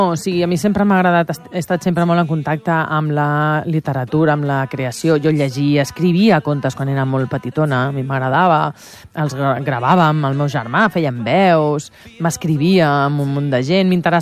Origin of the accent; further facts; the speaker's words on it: Valencia, Valencian Community, Spain; moved away as an adult; now in Barcelona, Spain; Jo em vaig criar a València. I quan acabo l'institut, vinc a Barcelona a estudiar.